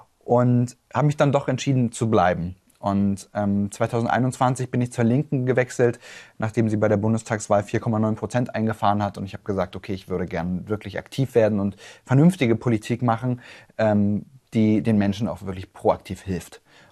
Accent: Weißenfels, Saxony-Anhalt, Germany; born there; also born or lived in Lützen; ich bin 25 Jahre alt, bin in Weißenfels geboren und aufgewachsen im Bereich Lützen, bin dann 2010 nach Weißenfels gezogen mit meiner Mutter

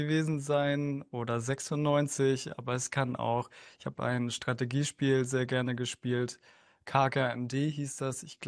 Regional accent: Schwerin, Mecklenburg-Vorpommern, Germany; Ich komme aus Schwerin, in Mecklenburg-Vorpommern.

